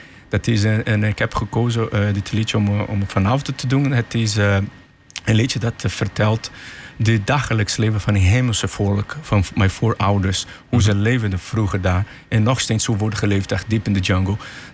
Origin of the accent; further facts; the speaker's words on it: Amazon, Brazil; Dutch is a second language; now in Netherlands; Dit is een liedje dat vertelt hoe ik ben opgegroeid in de Amazone, hoe is daar een kind zijn.